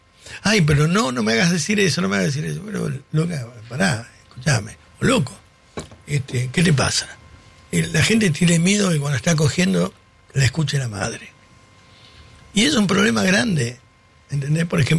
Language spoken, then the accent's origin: Spanish; San Isidro, Buenos Aires Province, Argentina; Porque soy de San Isidro y me enteré.